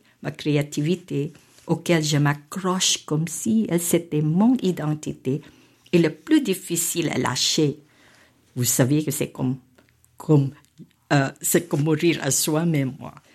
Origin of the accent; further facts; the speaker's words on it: Philippines; now in France; Mais quand j'ai quitté les Philippines, je faisais que... Vous savez, ce que je savais faire, ce qui me convenait, me permettant ainsi de mettre à profit mes compétences. Mais arrivé en France avant, tant d'incertitudes